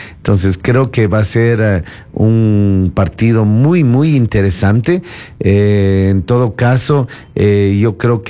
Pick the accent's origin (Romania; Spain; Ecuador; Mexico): Ecuador; a mí como ecuatoriano